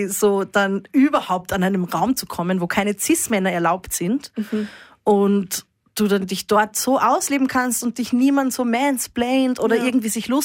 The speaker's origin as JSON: {"language": "German", "region": "Upper Austria", "country": "Austria", "said": "ich komme aus Oberösterreich"}